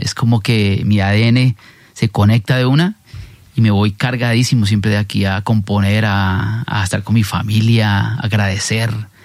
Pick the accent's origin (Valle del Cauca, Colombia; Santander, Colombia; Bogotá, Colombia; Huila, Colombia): Bogotá, Colombia; Yo soy de Bogotá y voy con Winton y le explico cómo se toca un joropo y lo metemos con el jazz y lo fusionamos, ¿entendés?